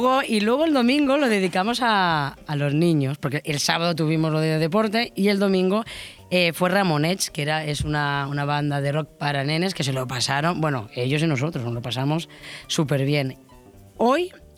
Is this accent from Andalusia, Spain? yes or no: no; Polop, Valencian Community, Spain; born there; Yo, cuando era pequeña, en Polopa había mucha viña.